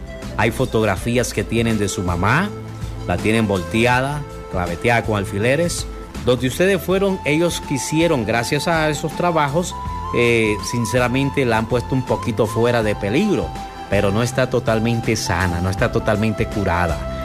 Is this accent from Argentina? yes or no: no; Peru; now in Honduras; Porque somos de Perú y hay palabras que todavía no las entendemos cómo se habla, cómo se pronuncian aquí en Honduras.